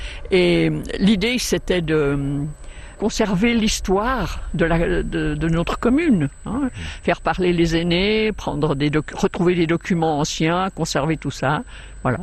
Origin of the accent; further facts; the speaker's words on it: Vouvry, Valais, Switzerland; Non, on est valaisan.